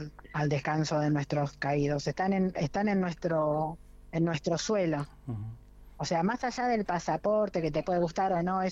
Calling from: Argentina; soy una argentina que lleva el apellido de un héroe de Malvinas

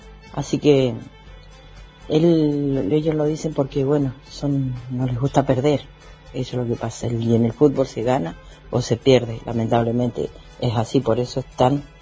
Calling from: Rincón del Atuel, Mendoza, Argentina; soy de Rincón del Atuel

